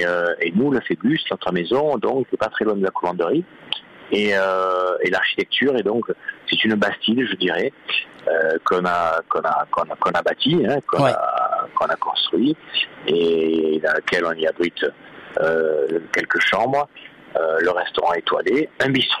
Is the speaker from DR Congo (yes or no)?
no; Marseille, Provence-Alpes-Côte d'Azur, France; born there; now in Joucas, France; Moi, je suis né à Marseille.